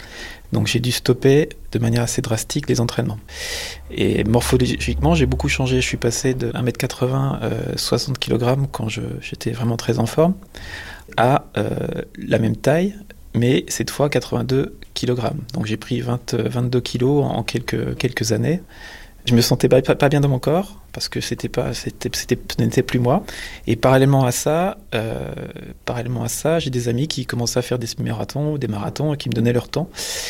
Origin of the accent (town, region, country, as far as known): Bourgogne-Franche-Comté, France